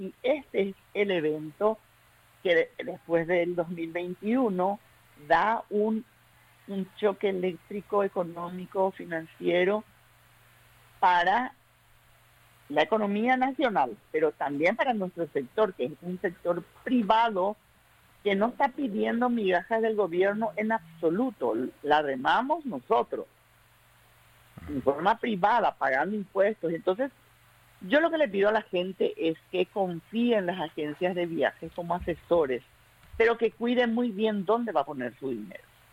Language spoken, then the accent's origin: Spanish; Paraguay